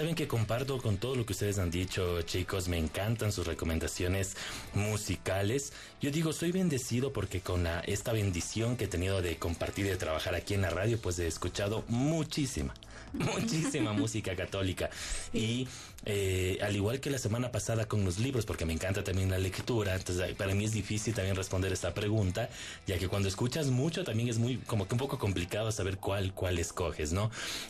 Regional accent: Ecuador; como ecuatorianos tenemos que potenciar nuestra música ecuatoriana

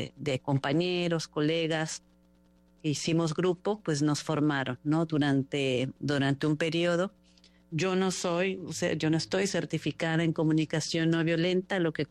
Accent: Mérida, Yucatán, Mexico; moved away as an adult; now in Puerto Maldonado, Peru; soy mexicana de la ciudad de Mérida, en el estado de Yucatán. Y bueno, ahora me encuentro viviendo en Puerto Maldonado, del departamento Madre de Dios, en Perú. Estoy aquí ya por 2 años viviendo

